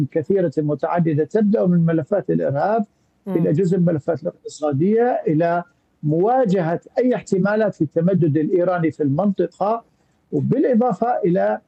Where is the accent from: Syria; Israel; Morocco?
Syria; أعود للقول أننا كسوريين كلما تماسكنا أكثر،